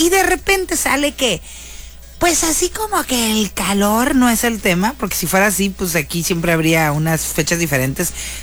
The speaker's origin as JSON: {"language": "Spanish", "region": "northern Mexico", "country": "Mexico", "said": "como buena persona norteña, resignada, más no acostumbrada al calor"}